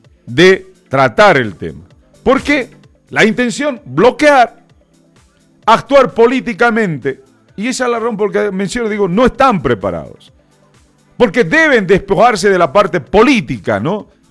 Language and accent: Spanish; Tarija, Bolivia